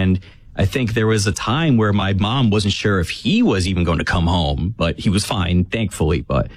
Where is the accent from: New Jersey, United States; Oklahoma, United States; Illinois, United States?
New Jersey, United States; So I was in North Jersey, born and raised, back in elementary school.